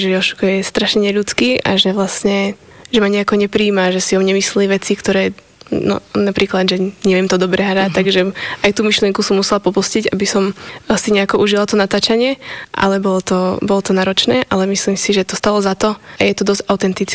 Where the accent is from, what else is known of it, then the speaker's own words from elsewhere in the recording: Čabiny, Prešov Region, Slovakia; born there; Rusina a mamku Slováčku, takže my sme boli taký mix doma, ale ja som chodila aj do škôlky, som už chodila do prvej rusinskej škôlky v Čabinách